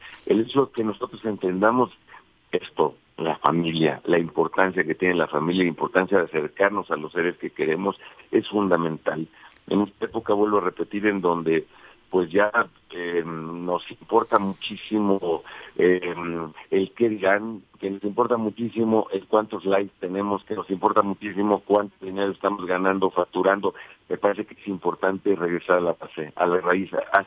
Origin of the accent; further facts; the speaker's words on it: Mexico; Debe ser un orgullo como mexicano y un orgullo para Puebla.